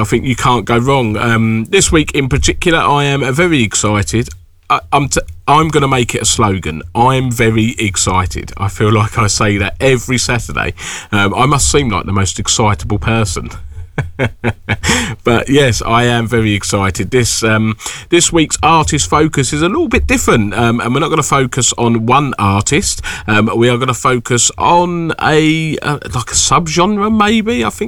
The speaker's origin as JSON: {"language": "English", "country": "United Kingdom", "said": "being typically British, it's either too hot, too cold, too wet, too windy, not windy enough, or not wet enough."}